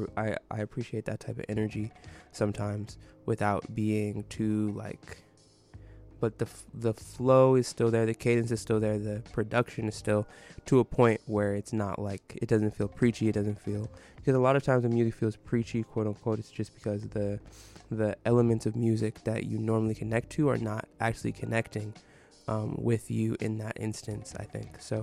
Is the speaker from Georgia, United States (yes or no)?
yes; Atlanta, Georgia, United States; And again, I'm from Atlanta, so I really, like, feel him.